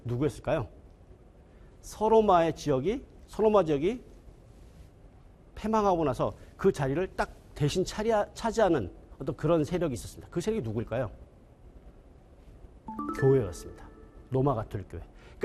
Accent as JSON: {"language": "Korean", "country": "South Korea", "tie": "born there", "moved": "yes", "said": "저는 한국에 있을 때"}